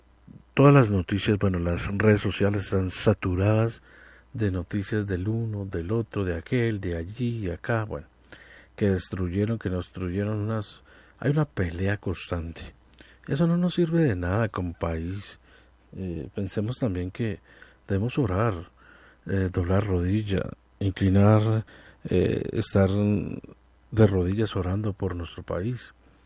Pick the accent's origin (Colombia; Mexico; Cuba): Colombia